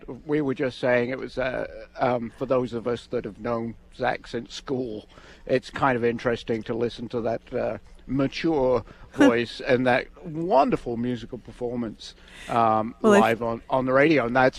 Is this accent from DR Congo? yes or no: no; England, United Kingdom; moved away; growing up in England